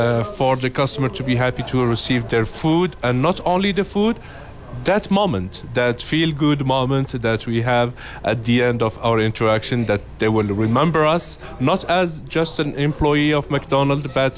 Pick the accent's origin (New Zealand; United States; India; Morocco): Morocco; Because I'm from Morocco, yeah. And we are a country, let's say a touristic country, so we are receiving a lot of people.